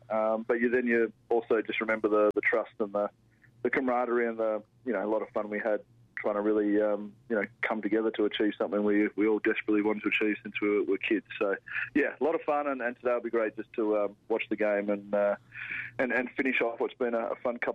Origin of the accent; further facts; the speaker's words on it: Perth, Western Australia, Australia; moved away as an adult; now in United States; But I do take much pride in being an Aussie